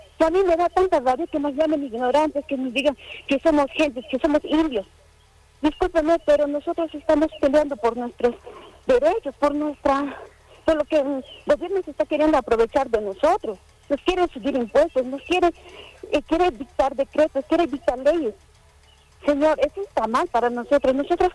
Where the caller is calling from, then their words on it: La Paz, Bolivia; le estoy llamando desde Río Abajo.